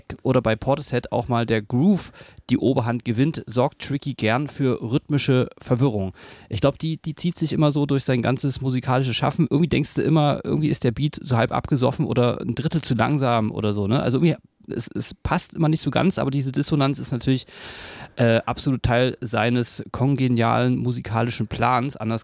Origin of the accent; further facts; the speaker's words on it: Berlin, Germany; Also ich komme aus Berlin